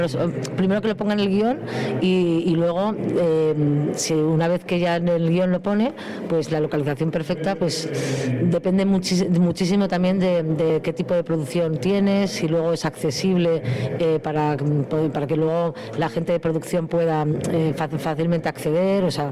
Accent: Madrid, Community of Madrid, Spain; Pues mira, yo vengo de Madrid

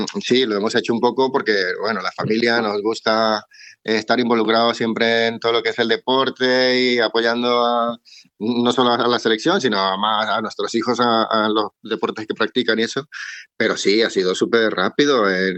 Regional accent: Venezuela; now in Spain

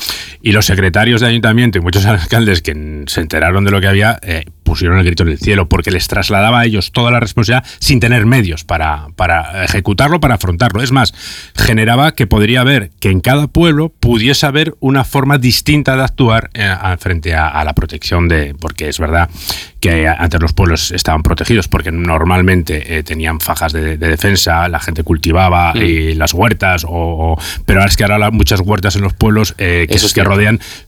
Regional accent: Pampliega, Castile and León, Spain; Yo lo veo en Pampliega, yo en mi pueblo veo

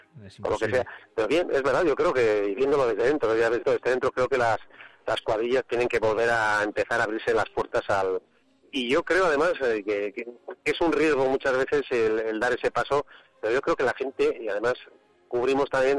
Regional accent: Tardelcuende, Castile and León, Spain; todos somos de Tarde el Cuende.

